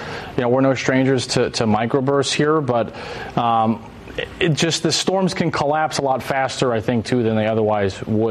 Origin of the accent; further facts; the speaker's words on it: Connecticut, United States; I'm from Connecticut, and I think some of my friends from New England who are big fans of your show